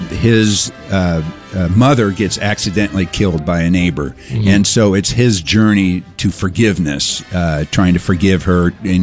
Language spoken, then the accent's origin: English; Indiana, United States; now in Los Angeles, United States; I'm from Indiana originally, okay. But I've lived most of my adult life in L.A.